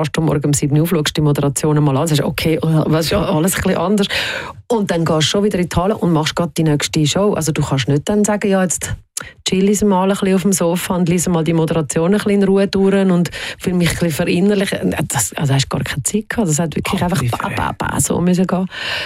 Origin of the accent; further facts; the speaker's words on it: Zollikerberg, Zurich, Switzerland; Auf der anderen Seite bin ich hier in der Schweiz aufgewachsen und hatte sehr behütete Kindheit gehabt. Ich bin ein Waldkind gewesen. Ich bin neben dem Wald aufgewachsen.